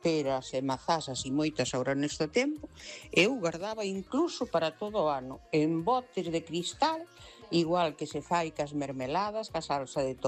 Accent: Lugo, Galicia, Spain; Perdonai que olvideime de decir

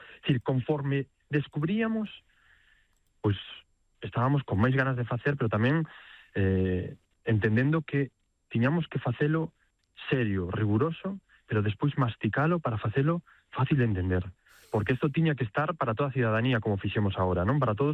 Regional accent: Galicia, Spain; porque era algo que necesitaba Galiza, que necesitábamos como galegos, e que, polo tanto, o sector do mar era como unha prioridade

